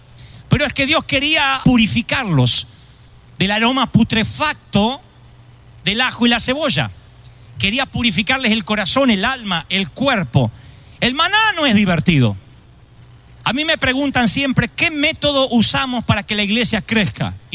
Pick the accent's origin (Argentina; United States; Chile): Argentina; Yo soy carnívoro, no carnal, carnívoro, porque soy argentino.